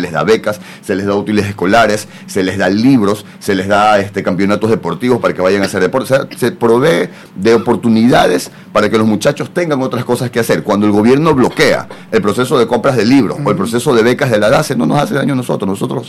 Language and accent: Spanish; Guayaquil, Guayas, Ecuador; En Guayaquil, nosotros que somos guayaquileños sabemos que Guayaquil es una ciudad que está a metro y medio sobre el nivel del mar